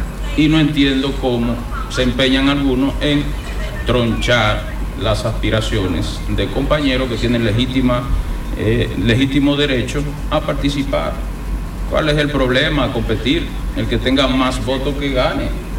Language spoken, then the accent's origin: Spanish; Los Alcarrizos, Santo Domingo, Dominican Republic; now in Spain; aunque vivo en España, pero yo soy de los Alcarrizos.